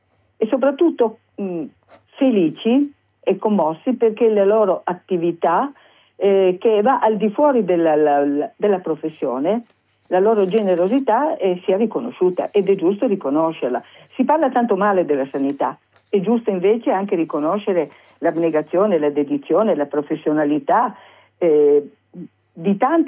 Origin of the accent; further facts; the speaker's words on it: Vrsar, Istria County, Croatia; Io per esempio, che vengo da Orsera, ho avuto due cuginette morte piccolissime